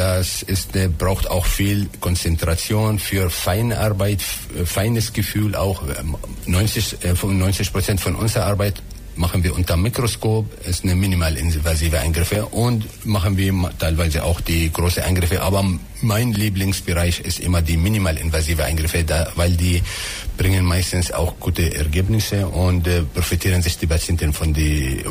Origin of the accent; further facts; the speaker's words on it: Aleppo, Aleppo Governorate, Syria; German is a second language; moved away as an adult; now in Germany; Ursprünglich komme ich aus Syrien, ich bin in Aleppo geboren und 2005 habe ich mich entschieden, nach Deutschland zu kommen, um meinen Facharzt zu erlangen.